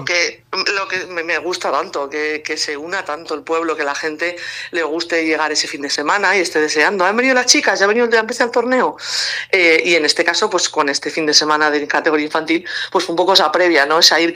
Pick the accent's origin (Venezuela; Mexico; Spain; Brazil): Spain; Remolinos, Aragon; Yo, por ejemplo, lo he vivido. Yo vivía en Remolinos y a cierta edad no pude seguir jugando en mi pueblo.